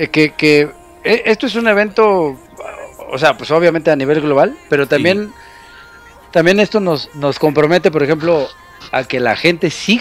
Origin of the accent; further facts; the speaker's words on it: Mexico; y no voy a comparar, por supuesto, con ninguna catástrofe que hemos pasado y que hemos superado como pueblo mexicano